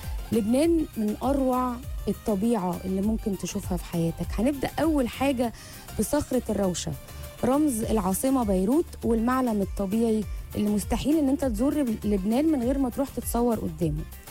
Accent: Egypt; لينا كمصريين

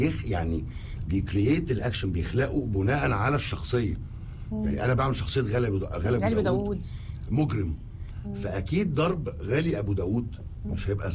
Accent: Egypt; انا كفنان مصري

